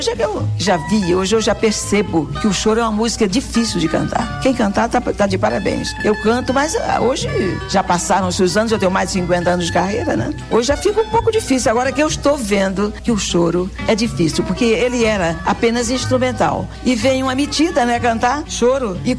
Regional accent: Natal, Rio Grande do Norte, Brazil; Eu me criei no bairro do Tirol, eu ficava entre Tirol e Petrópolis, na rua, na Avenida Afonso Pena, número 517.

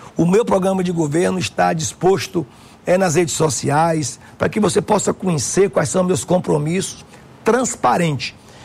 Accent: Bahia, Brazil; eu sou baiano e me sinto assim

